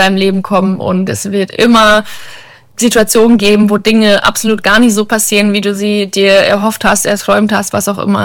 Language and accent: German; Bavaria, Germany; definitiv Bayern, mein Heimatort, wo ich aufgewachsen bin, das Haus meiner Eltern